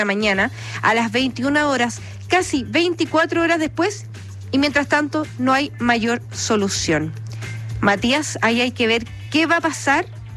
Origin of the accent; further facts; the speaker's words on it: Santiago, Santiago Metropolitan Region, Chile; Hola amigos de Radio Bio Bio, estoy en La Serena, soy de Santiago